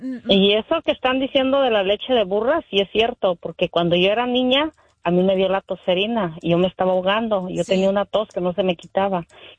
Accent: Villanueva, Zacatecas, Mexico; Sí, y yo soy de Zacatecas, yo soy de Villanueva.

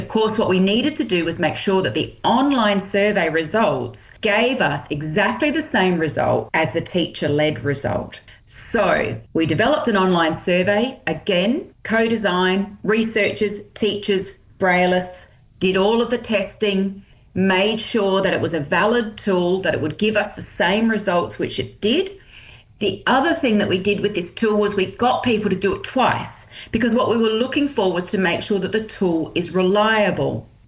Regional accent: Adelaide, South Australia, Australia; how exciting that it's in my hometown of Adelaide too, which is just fabulous.

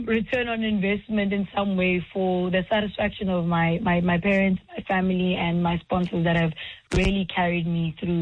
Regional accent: South Africa; the reality that we yes, face as a South African women's hockey team.

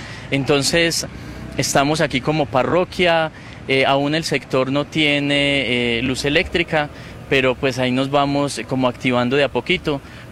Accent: Antioquia, Colombia; No, yo soy de Antioquia.

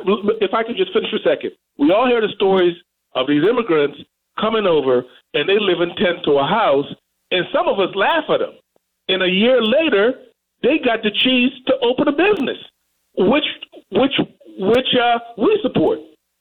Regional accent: Washington, District of Columbia, United States; I grew up in Southwest D.C., and I own 2 apartments in every ward in D.C., multi-level of apartments.

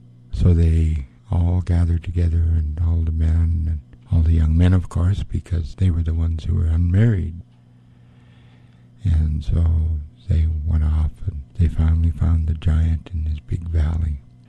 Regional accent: Craig, Alaska, United States; also born or lived in Hydaburg, Alaska; I'm Eagle Moiety in Frog Clan. I was born in Craig on Prince of Wales Island. My mother is from Heidelberg, so we grew up in both of those two communities. We spent a lot of time in Craig, because that's where my father was from

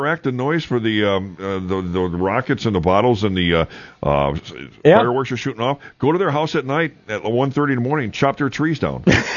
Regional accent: Kenosha, Wisconsin, United States; I grew up in Kenosha, so we were pretty close to Lake Michigan.

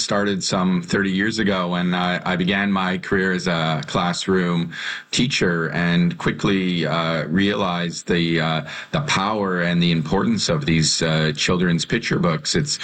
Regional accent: Alberta, Canada; when I was growing up in Alberta as a gay child

